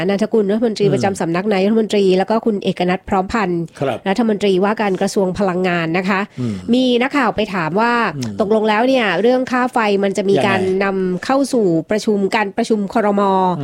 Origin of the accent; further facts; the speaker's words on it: Chumphon, Thailand; ในฐานะที่เป็นคนใต้คนชุมพรด้วยเหมือนกันเนี่ยนะคะ